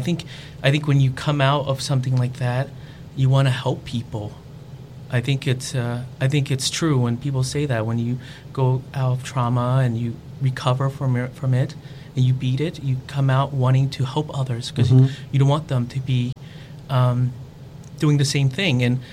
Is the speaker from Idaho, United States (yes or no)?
no; Virginia, United States; moved away as an adult; now in Chicago, United States; I grew up in Northern Virginia.